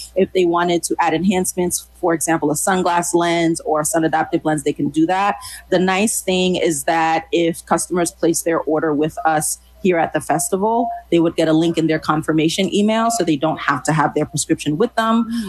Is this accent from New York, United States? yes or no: yes; New York, United States; born or raised there; now in College Park, United States